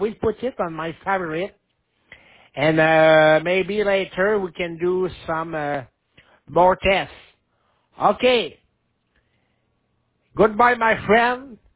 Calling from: Granby, Quebec, Canada; I'm calling from Granby, Quebec, Canada, a city 50 miles from Montreal.

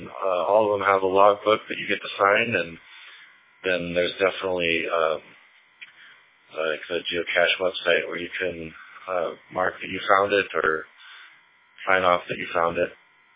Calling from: Riverton, Wyoming, United States

